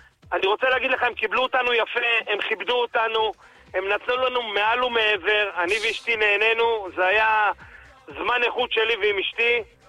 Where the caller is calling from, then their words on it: Petah Tikva, Central District, Israel; מפתח תקווה.